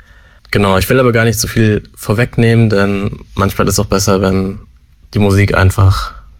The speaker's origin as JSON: {"language": "German", "town": "Rosenheim", "region": "Bavaria", "country": "Germany", "tie": "born or raised there", "moved": "yes", "lives_now": "Vienna, Austria", "said": "Ich studiere Medienkunst und lebe in Wien, bin aber geboren und aufgewachsen in Rosenheim."}